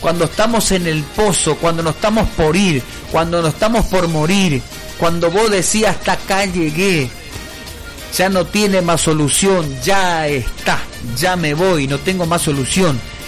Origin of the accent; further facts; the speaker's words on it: Puerto Iguazú, Misiones, Argentina; Yo amo a Iguazú con toda mi alma, yo amo a mi pueblo